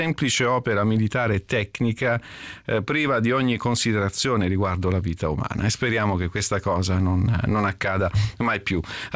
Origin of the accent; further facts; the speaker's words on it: Calabria, Italy; Essendo io calabrese